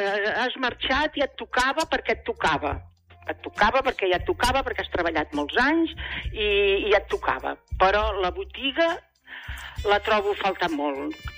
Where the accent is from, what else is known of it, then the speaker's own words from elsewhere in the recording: Premià, Catalonia, Spain; almenys els que som de Premià de tota la vida